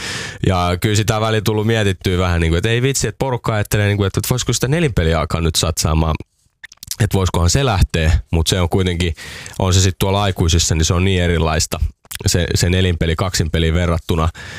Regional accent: Porvoo, Uusimaa, Finland; kaikki mulla on Helsingissä, mä tuun Porvoosta siis mä oon Porvoosta, niin kaikki on Helsingissä.

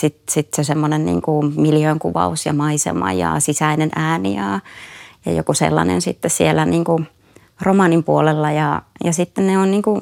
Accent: Kainuu, Finland; mä oon itse kotoisin Kainuusta ja se on mulle tuttua, niin kuin tuttua maisemaa

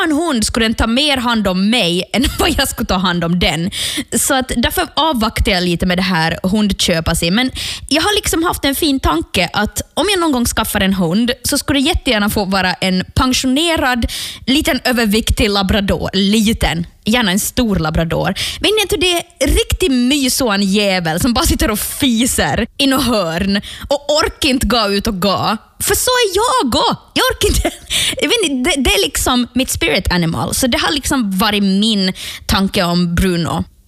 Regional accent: Finland; nu säger jag det här som en fellow finne.

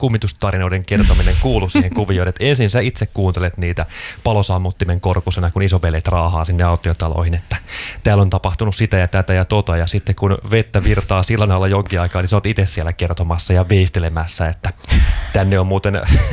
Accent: Hollola, Päijänne Tavastia, Finland; kyllä mä muistan tuolla Hollolassa lapsuuden viettäneenä, että meidän kotikulmilla sattui olemaan aika monta tämmöistä autiotaloa

